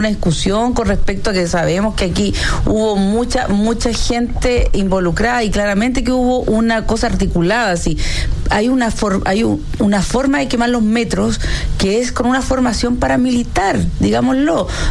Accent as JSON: {"language": "Spanish", "country": "Chile"}